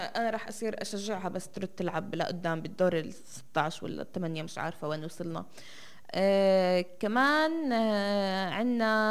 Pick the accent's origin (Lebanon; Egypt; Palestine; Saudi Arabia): Palestine; إحنا كشعب فلسطيني من كتر الأزمات ومش قادرين نستوعب يعني هالحياة الصعبة